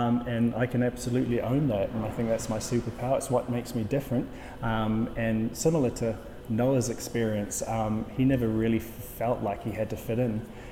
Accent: New Zealand; growing up in New Zealand, I didn't know about my family roots other than what my mom had taught me.

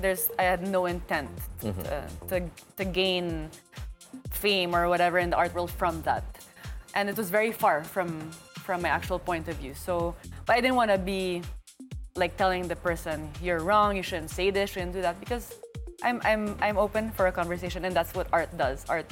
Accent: Philippines; I love the Philippines. I'm Filipino. I love Filipino people.

